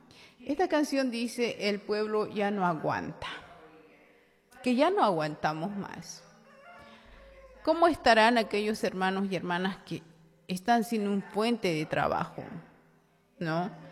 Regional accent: Bolivia; Todos los bolivianos y bolivianas tenemos que defender nuestro país

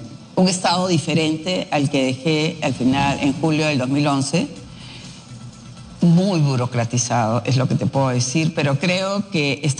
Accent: Piura, Peru; No sé si tú sabes, pero yo soy provinciana, yo soy piurana.

